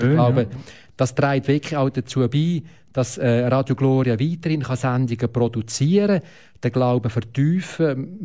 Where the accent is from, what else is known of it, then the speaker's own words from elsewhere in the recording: Switzerland; Das heisst, wir als Schweizer, unsere Gesellschaft, tut für die Zukunft Vorsorge.